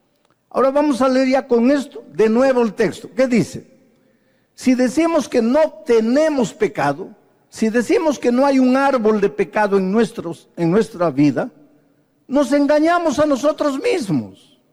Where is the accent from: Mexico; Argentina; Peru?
Peru; Soy rubio cuando soy cholo, peruano, descendiente de incas.